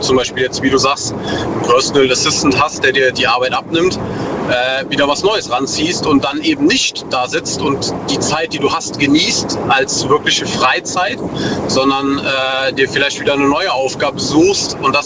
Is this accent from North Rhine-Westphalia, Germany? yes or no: yes; North Rhine-Westphalia, Germany; Aus der Eifel, NRW.